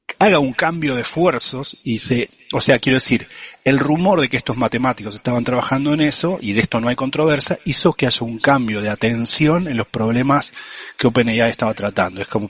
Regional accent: Argentina; yo como argentino uso un solo apellido

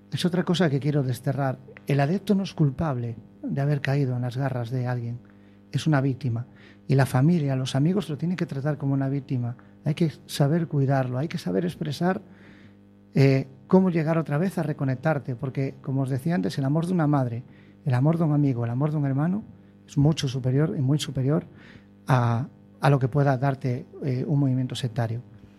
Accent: Baiona, Galicia, Spain; en mi zona de donde yo soy, en Bayona

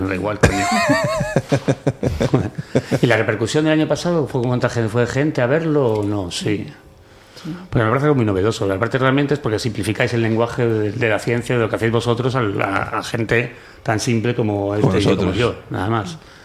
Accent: Ferrol, Galicia, Spain; Pero aquí somos todos de Ferrol, así que no. O sea, y comarca.

